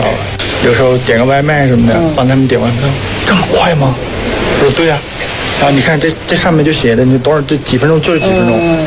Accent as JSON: {"language": "Chinese", "country": "Myanmar", "second_language": "Chinese", "said": "我们缅甸人看着就会感觉哇，这个很好"}